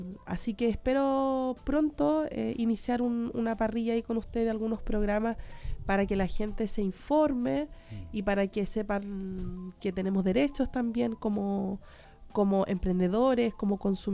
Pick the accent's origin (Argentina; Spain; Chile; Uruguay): Chile; Salamanca, Coquimbo; nosotros somos también ciudadanos de Salamanca